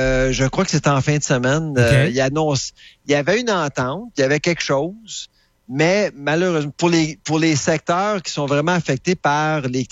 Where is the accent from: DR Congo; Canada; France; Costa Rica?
Canada